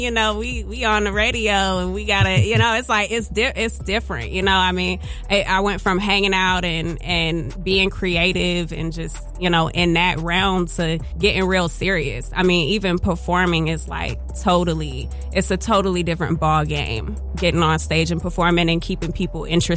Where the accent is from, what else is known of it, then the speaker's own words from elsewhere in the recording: Roanoke, Virginia, United States; also born or lived in Greensboro, North Carolina; now in Northern Virginia, United States; I grew up in Roanoke, Virginia, the Star City. So that in itself influenced me as an artist.